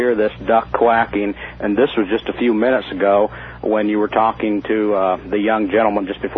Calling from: Fairbanks, Alaska, United States; calling you back from Fairbanks.

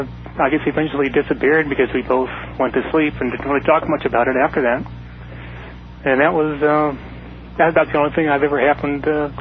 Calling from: Mesa, Arizona, United States; Hello, I'm calling from Mesa, Arizona.

